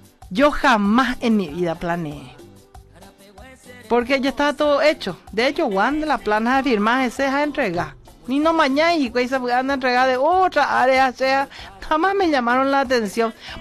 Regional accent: Paraguay; acordate que somos hora paraguaya, ese es otro defecto que tiene el paraguayo.

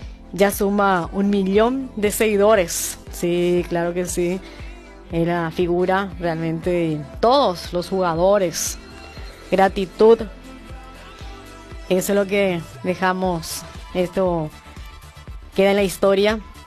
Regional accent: Paraguay; Es nuestro orgullo como paraguayo, nos sentimos muy pero muy orgullosos de nuestra selección de Albirroja.

